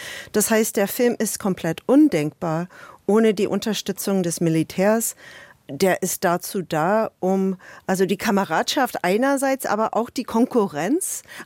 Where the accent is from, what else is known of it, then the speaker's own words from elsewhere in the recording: Canada; Ja, das stimmt. Also wir sind alle ein bisschen entsetzt.